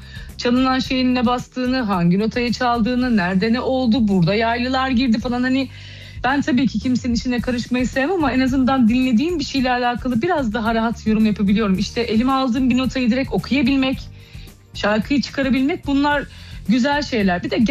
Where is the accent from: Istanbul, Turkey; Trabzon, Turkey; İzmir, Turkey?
Trabzon, Turkey; Maçka; Yani işte ben ilk 4,5 yaşında Trabzon'daki, ben Trabzonluyum, Maçkalıyım bu arada.